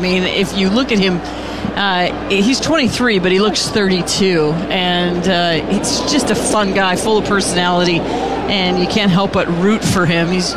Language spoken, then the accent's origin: English; East Coast, United States; moved away; I'm from the East Coast. You know, I'm from the East Coast.